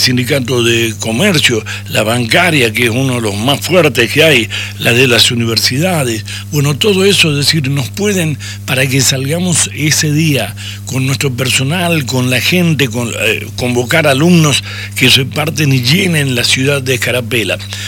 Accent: Argentina; nosotros somos argentinos

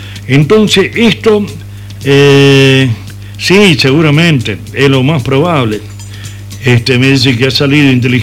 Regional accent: La Rioja, Argentina; a mí me pesa como riojano

